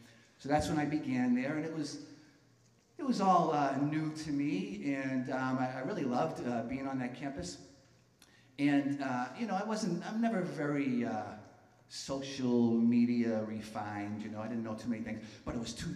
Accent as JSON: {"language": "English", "town": "Boston", "region": "Massachusetts", "country": "United States", "tie": "born or raised there", "moved": "as an adult", "said": "I was in Boston. Boston's my hometown"}